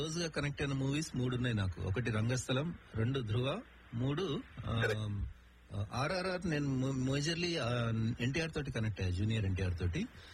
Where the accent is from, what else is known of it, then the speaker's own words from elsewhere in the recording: Khammam, Telangana, India; moved away; మా సొంత ఊరు ఖమ్మంలో చూసిన సినిమా ఇది